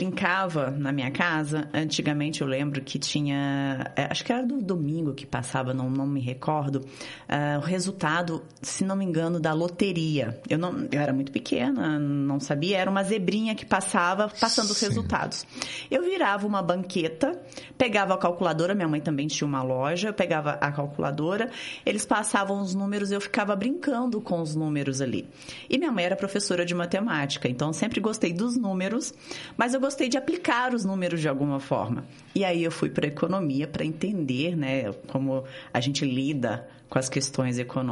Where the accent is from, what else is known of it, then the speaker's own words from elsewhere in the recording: Barroso, Minas Gerais, Brazil; born there; Eu sou nascida em Minas Gerais, sou mineirinha.